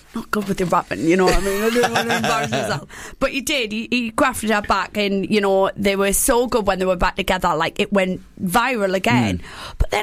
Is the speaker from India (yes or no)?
no; North East England, United Kingdom; Yeah, I'm the Geordie version.